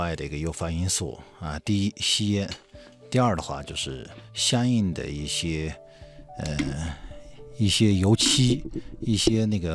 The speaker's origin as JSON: {"language": "Chinese", "region": "Yunnan", "country": "China"}